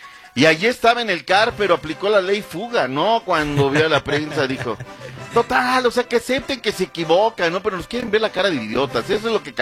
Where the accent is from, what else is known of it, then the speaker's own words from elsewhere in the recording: Mexico; así somos los mexicanos, somos dados, diría, es normal.